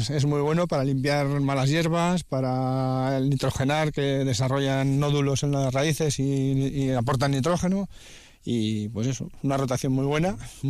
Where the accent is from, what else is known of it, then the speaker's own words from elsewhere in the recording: Pariza, Castile and León, Spain; soy de Pariza, uh-huh, y hago agricultura, pues en secano y alubias, uh-huh, ¿sabes?